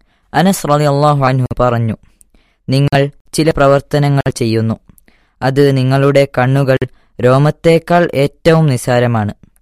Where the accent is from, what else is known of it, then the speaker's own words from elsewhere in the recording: Karnataka, India; moved away; ഞാൻ കർണാടകയിൽ നിന്നാണ്.